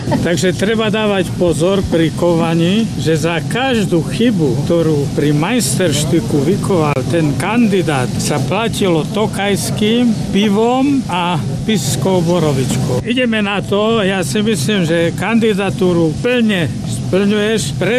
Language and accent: Slovak; Medzev, Košice Region, Slovakia; born there; tu som ako chlapec chodil pýtať žaby